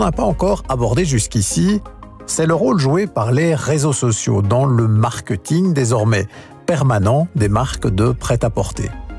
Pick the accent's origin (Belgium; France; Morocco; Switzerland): Belgium